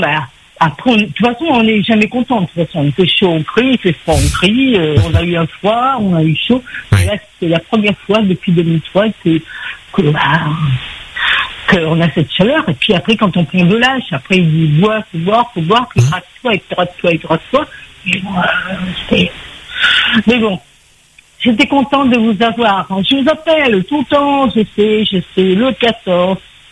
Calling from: Normandy, France; Et j'habite en Normandie.

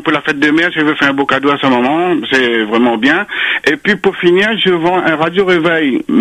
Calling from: Saint-Pierre, Réunion; j'habite à Saint-Pierre.

